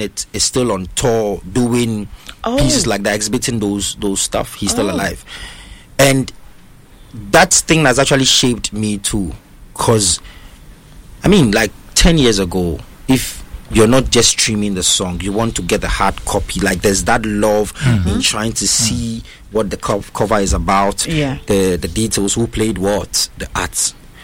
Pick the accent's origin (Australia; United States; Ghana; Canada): Ghana; I'm Ghanaian